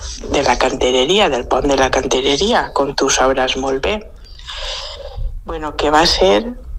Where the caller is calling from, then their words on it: Bèlgida, Valencian Community, Spain; de Bèlgida